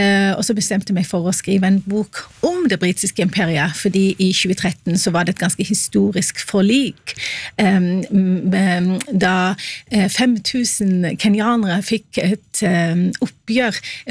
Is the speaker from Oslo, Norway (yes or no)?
yes; Oslo, Norway; Jeg kan også si at jeg er en Oslo-jente på tross av dialekten min.